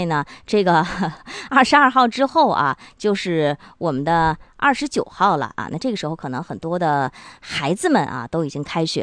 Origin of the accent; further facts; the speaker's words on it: China; 那我们中国人管它叫海参崴呢，